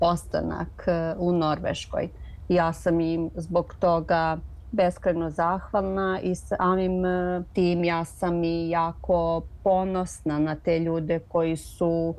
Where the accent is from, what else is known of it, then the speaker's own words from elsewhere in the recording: Serbia; now in Oslo, Norway; Oni su se velikodušno, znači ljudi koji su se pre nas iselili i koje smo mi stekli za prijatelje još u Srbiji, ponudili da n